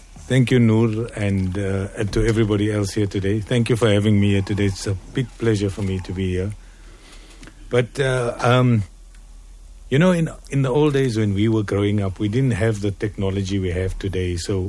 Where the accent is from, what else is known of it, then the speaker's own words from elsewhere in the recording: Johannesburg, Gauteng, South Africa; I grew up in Lanesia, which is on the outskirts of Johannesburg.